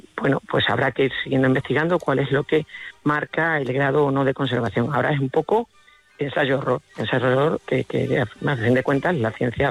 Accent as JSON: {"language": "Spanish", "region": "Extremadura", "country": "Spain", "said": "que está en el Alentejo portugués, que es casi tanto o más calor que el que hace en mi tierra aquí en Extremadura."}